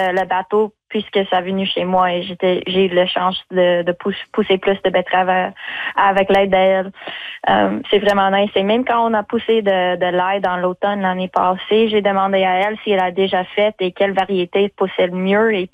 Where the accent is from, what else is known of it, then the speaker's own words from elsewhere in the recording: Longueuil, Quebec, Canada; moved away as an adult; now in La Tabatière, Canada; Non, j'ai grandi à Montréal, ben sur la rive sud à Longueuil